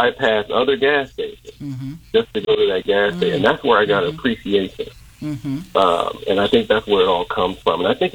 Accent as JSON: {"language": "English", "town": "Chicago", "region": "Illinois", "country": "United States", "tie": "born there", "moved": "yes", "said": "I was born in Chicago. I don't live there anymore."}